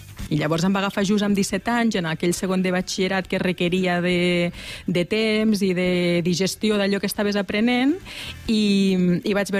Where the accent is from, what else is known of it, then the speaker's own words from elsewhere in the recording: La Seu d'Urgell, Catalonia, Spain; born there; also born or lived in Barcelona; primer van explorar els meus pares pel territori i van arribar a la Seu, els hi va agradar moltíssim i quan vaig tenir aproximadament 5 anys em van portar cap aquí.